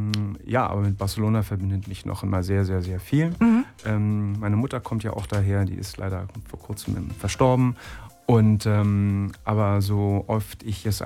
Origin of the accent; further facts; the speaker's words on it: Berlin, Germany; moved away as an adult; now in Düsseldorf, Germany; ich darf das auch sagen, als Berliner